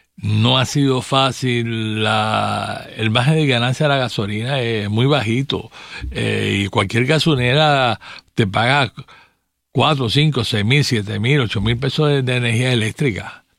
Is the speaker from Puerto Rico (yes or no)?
yes; Puerto Rico; porque total, somos puertorriqueños, estamos en el mismo caldero